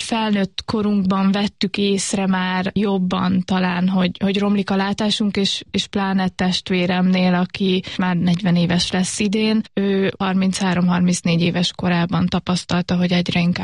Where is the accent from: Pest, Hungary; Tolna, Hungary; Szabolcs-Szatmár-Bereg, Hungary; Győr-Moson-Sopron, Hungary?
Tolna, Hungary; Paks; mi egy kisebb városban nőttünk fel, Paksa lásson